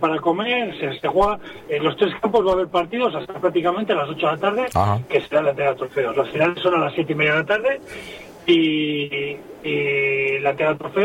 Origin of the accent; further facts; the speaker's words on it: Santoña, Cantabria, Spain; yo soy de Santoña